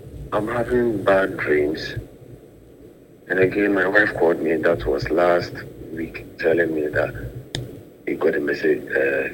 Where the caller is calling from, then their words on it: Abuja, Federal Capital Territory, Nigeria; I'm calling from Abuja.